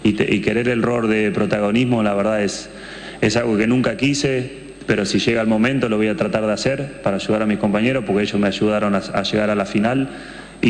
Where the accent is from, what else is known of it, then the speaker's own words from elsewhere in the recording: Argentina; quiero que nos recuerden como cualquier argentino, que somos trabajadores, que nunca nos damos por vencido